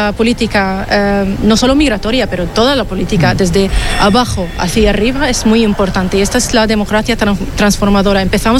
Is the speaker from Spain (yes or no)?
no; Syria; de nuestros países, yo soy de Siria, personas LGTBI ya no son protegidos